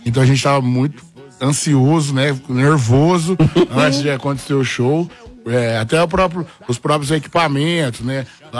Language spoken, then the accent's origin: Portuguese; Londrina, Paraná, Brazil; porque a gente é de Londrina, lá de Cambé, Londrina.